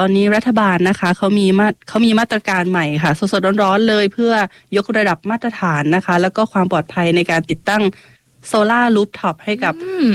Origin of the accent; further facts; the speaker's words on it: Satun, Thailand; มาจากจังหวัดสตูลค่ะทางใต้